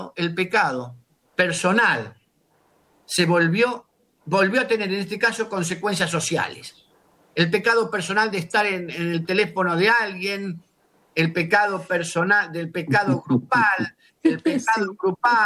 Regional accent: Argentina; yo que vengo de la Argentina

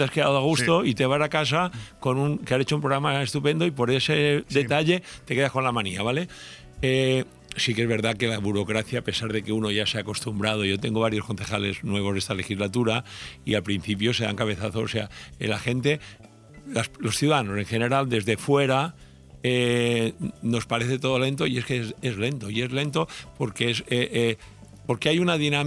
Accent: Altea, Valencian Community, Spain; yo nací en Altea, eso no tiene ningún mérito, es una cuestión aleatoria. Pero hay muchas personas que han decidido venir a vivir a Altea, o muchos de los que nacimos en Altea que decidimos quedarnos

